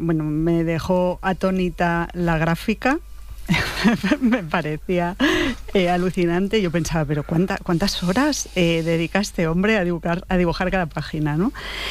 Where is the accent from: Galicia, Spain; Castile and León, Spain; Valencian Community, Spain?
Castile and León, Spain; Valladolid; now in Madrid, Spain; Es la Elipa en Madrid, pero yo originalmente soy de Valladolid. El primer barrio en el que viví es Los Vadillos, que es un barrio obrero de Valladolid